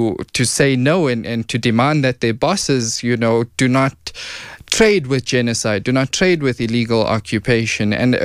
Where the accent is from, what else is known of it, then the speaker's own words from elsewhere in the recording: South Africa; As South African civil society, we really need people to be talking about this issue.